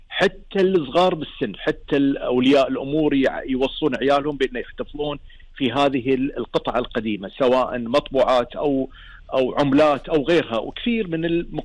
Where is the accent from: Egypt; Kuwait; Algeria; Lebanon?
Kuwait; عندنا بالكويت